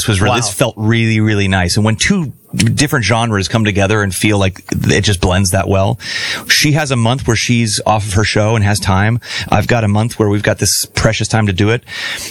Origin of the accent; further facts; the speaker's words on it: Los Angeles, California, United States; I'd love to do stuff in my hometown of L.A.